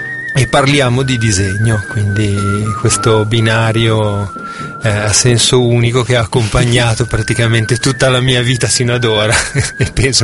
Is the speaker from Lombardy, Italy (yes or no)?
yes; Milan, Lombardy, Italy